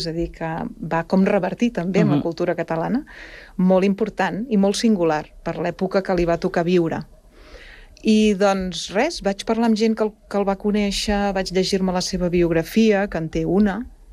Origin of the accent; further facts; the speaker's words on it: Barcelona, Catalonia, Spain; jo no sóc ben bé de Sant Cugat, sóc de Sants, de Barcelona, però treballo aquí a l'Escola d'Art des de fa gairebé 30 anys